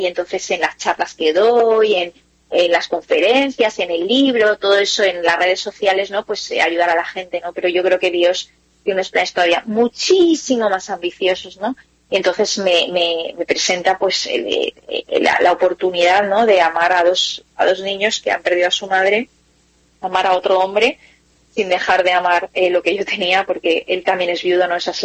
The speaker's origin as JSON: {"language": "Spanish", "town": "Valencia", "region": "Valencian Community", "country": "Spain", "said": "yo soy de Valencia, y me fui a Madrid a una cosa que tenemos de católicos"}